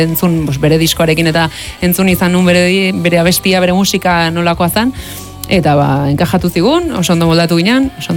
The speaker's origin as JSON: {"language": "Basque", "town": "Hernialde", "region": "Basque Country", "country": "Spain", "tie": "born or raised there", "also_born_or_lived": "Lazkao", "lives_now": "Gernika, Spain", "said": "Gipuzkoarra naiz, Tolosa inguruko hernialdekoa, eta, bueno, Lazkagon jaioa, baina hernialden bizia urte askoan. Eta hoxe, bueno, ba, Gernika bizitza etorri nintzen"}